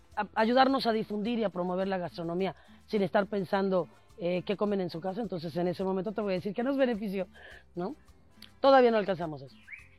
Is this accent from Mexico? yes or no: yes; Mexico; a veces como mexicano nosotros no lo valoramos